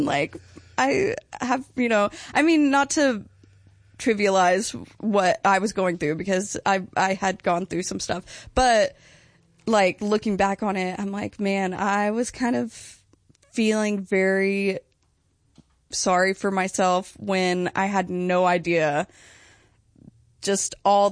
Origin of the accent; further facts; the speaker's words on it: Ringgold, Georgia, United States; I'm technically from Ringgold. I tell people I'm from Chattanooga because, I mean